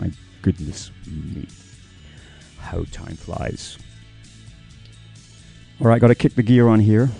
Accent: United Kingdom; now in San Juan County, United States; I am the immigrant. I'm going to be here for the next few hours spinning stuff, particularly featuring an export from my home country, which is the United Kingdom.

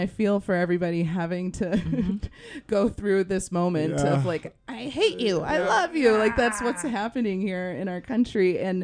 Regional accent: Kentucky, United States; Actually, growing up in Kentucky, my house literally is on a county boundary. So our house is actually in no zip code.

